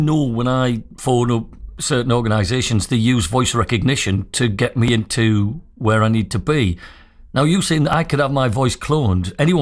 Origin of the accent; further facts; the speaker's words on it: Trimdon Village, North East England, United Kingdom; I'm from Trimbrun Village